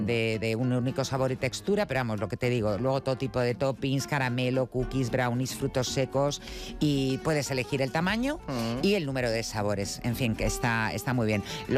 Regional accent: Madrid, Community of Madrid, Spain; born there

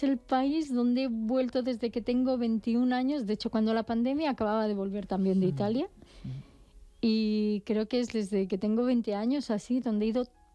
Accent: Castilla-La Mancha, Spain; un artista también manchego de mi tierra

